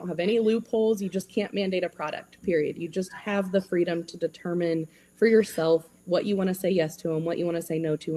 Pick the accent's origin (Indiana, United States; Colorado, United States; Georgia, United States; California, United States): Indiana, United States; born there; my home state of Indiana.